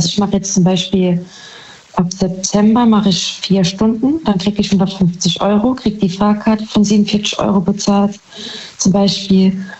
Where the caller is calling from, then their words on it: Saarbrücken, Saarland, Germany; Saarbrücken.